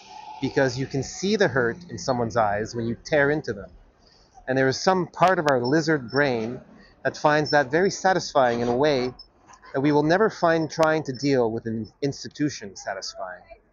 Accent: Canada; I'm Canadian.

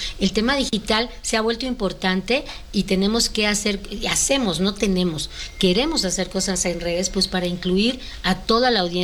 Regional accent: Campeche, Mexico; now in Mexico City, Mexico; yo soy de Campeche, no era de Ciudad de México, entonces no conocía mucho.

